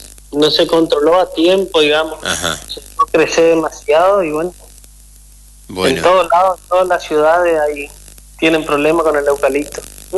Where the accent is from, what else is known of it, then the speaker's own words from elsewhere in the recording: Misiones, Argentina; Nosotros somos de Misiones.